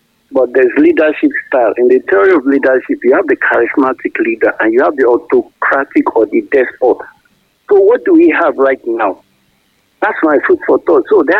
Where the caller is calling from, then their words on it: Ibadan, Oyo, Nigeria; I'm calling from Ring Road, Ibadan.